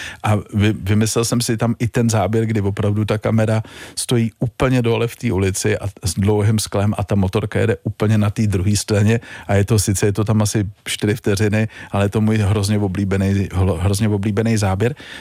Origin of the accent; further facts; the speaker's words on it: Prague, Czechia; já jsem jako Pražák, narodil jsem se v Praze